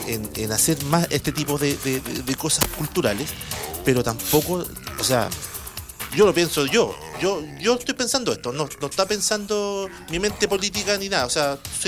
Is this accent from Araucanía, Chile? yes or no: no; Melipilla, Santiago Metropolitan Region, Chile; Y somos de Melipilla.